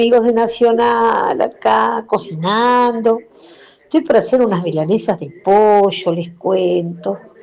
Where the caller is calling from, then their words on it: Aldea San Antonio, Entre Ríos, Argentina; de Aldea San Antonio